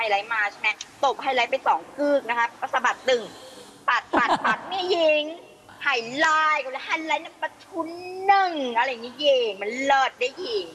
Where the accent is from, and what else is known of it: Phang Nga, Thailand